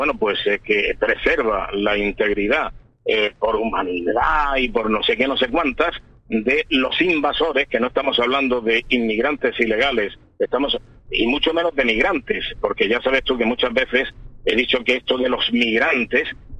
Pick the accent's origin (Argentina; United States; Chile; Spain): Spain; somos españoles.